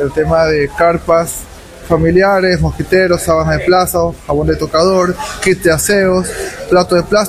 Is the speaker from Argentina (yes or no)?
no; Ecuador